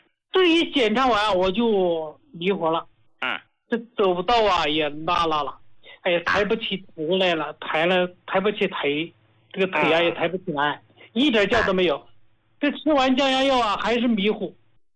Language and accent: Chinese; Hubei, China; 我是胡家老膏的受益者啊，我是湖北人，